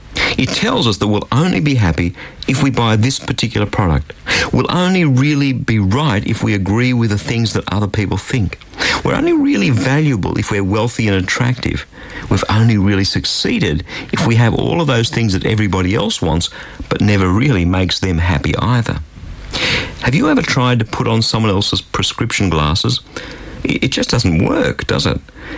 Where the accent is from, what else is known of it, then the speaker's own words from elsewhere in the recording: Australia; And yet I grew up in Australia